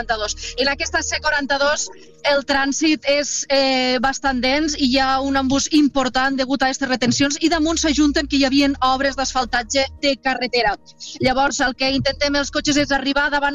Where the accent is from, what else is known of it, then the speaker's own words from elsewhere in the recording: Amposta, Catalonia, Spain; Jo, per exemple, soc d'Amposta, i sortir d'Amposta ha estat tota una aventura